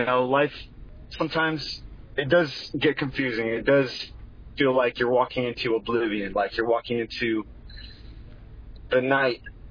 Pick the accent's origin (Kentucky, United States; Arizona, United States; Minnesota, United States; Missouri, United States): Arizona, United States; Gila River Indian Community; I come from District 5 of the Hilly River Indian Community